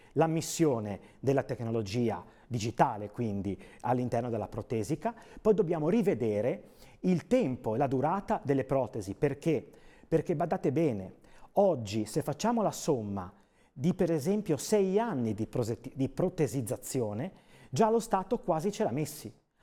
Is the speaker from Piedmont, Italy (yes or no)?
no; La Spezia, Liguria, Italy; io che vengo da Spezia e sono sindaco di Riccò del Golfo di Spezia